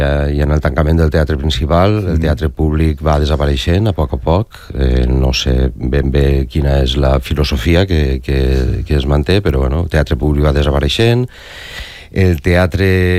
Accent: Alcoy, Valencian Community, Spain

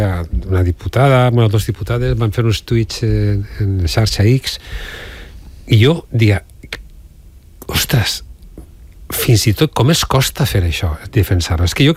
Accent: Alzira, Valencian Community, Spain; Jo soc d'Alzira, jo conec molta gent d'Alzira que ve en les rodalies

